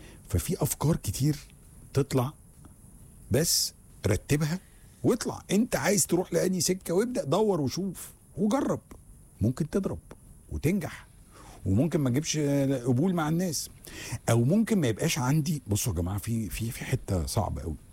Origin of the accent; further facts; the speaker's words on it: Luxor, Luxor Governorate, Egypt; انا بما اني بقى بتكلم على من الاقصر وانا راجل من الاقصر